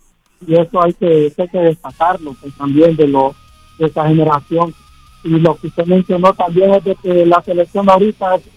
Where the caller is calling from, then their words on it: Honduras; yo como hondureño y como afición, porque a mí la verdad a mí me gusta ir al estadio cuando juega la selección